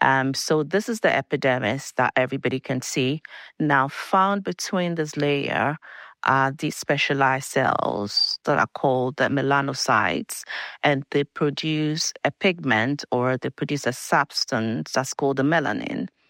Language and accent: English; Ghana; I grew up in Ghana, West Africa